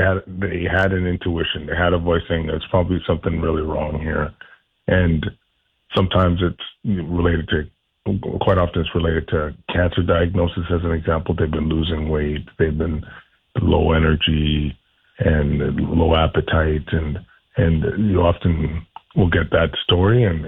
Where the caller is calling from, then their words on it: Vancouver, British Columbia, Canada; I'm at this conference right now. I'm actually calling from Vancouver